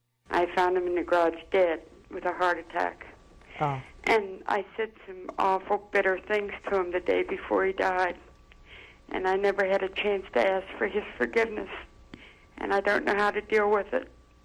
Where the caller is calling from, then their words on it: Pennsylvania, United States; Pennsylvania.